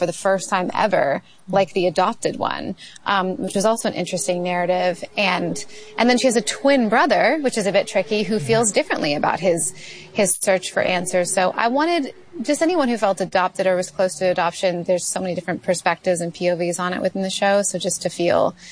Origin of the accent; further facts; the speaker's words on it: Canada; because I'm Canadian and like, why not?